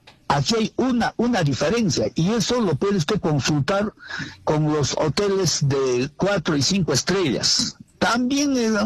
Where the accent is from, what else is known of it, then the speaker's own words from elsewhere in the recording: Peru; pago, pues, bueno, matrimonial, pago $600, porque somos peruanos